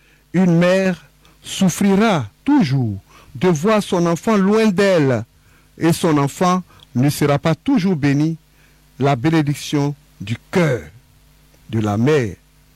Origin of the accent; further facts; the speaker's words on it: Côte d’Ivoire; chez nous en Côte d'Ivoire